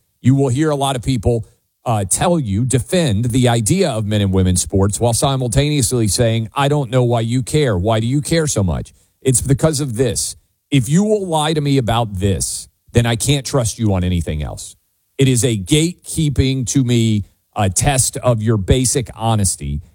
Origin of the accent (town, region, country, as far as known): Nashville, Tennessee, United States; born or raised there